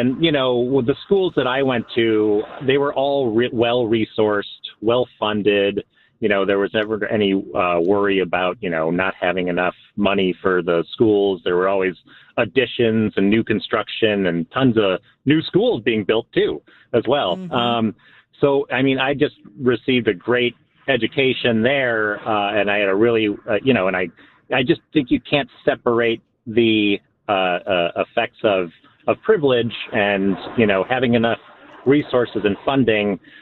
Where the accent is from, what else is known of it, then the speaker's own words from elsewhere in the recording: Park Ridge, Illinois, United States; I grew up in Park Ridge.